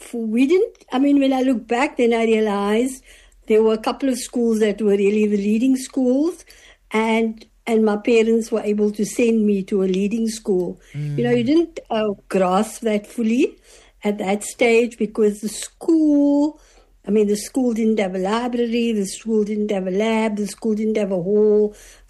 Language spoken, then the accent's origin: English; Cape Town, Western Cape, South Africa; also born or lived in Claremont; so we moved to Wynberg, where we did own the home. And so for most of my life, I was Wynberg-based. Mm-hmm. And I am currently still in Wynberg, oh, the same property my father bought 65 years ago.